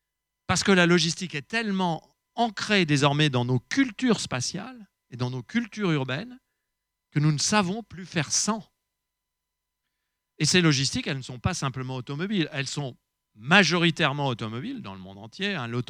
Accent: Lyon, Auvergne-Rhône-Alpes, France; Je viens de Lyon

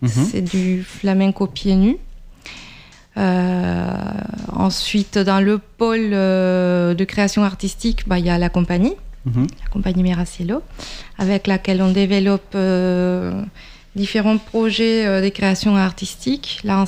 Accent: Trujillo, La Libertad, Peru; Oui, je suis péruvienne en fait, d'origine. Je suis née au Pérou.

